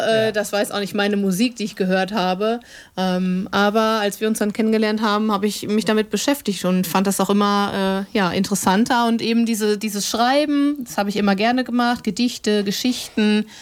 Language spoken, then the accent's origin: German; Bocholt, North Rhine-Westphalia, Germany; Also ich komme ja auch aus Bocholt und hier in der Stadt war das natürlich auch immer mal ein Begriff.